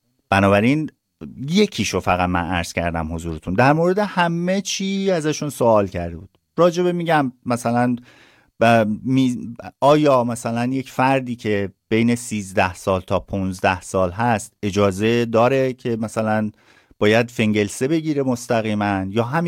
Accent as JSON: {"language": "Persian", "country": "Iran", "moved": "yes", "lives_now": "Sweden", "said": "مایی که در این حال که سوئدی هستیم ایرانی هم هستیم"}